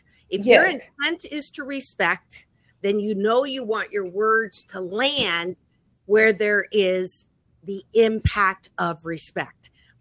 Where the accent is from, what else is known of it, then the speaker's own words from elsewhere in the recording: Canada; now in United States; I grew up in Canada